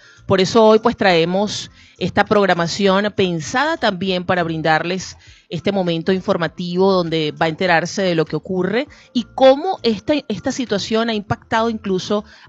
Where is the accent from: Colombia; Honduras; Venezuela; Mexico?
Venezuela